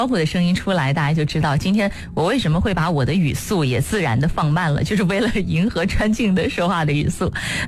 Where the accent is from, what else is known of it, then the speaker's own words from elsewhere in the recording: southern China, China; 因为我是南方人哈